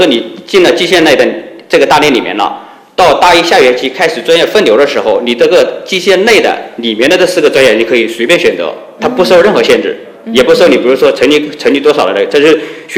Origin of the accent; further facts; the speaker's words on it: southern China, China; now in Northeast China; 因为我老家是南方的，